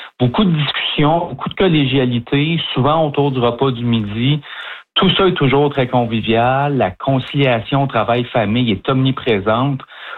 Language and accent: French; Saint-Élie-de-Caxton, Quebec, Canada; Moi, je viens de Saint-Élie-de-Caxton.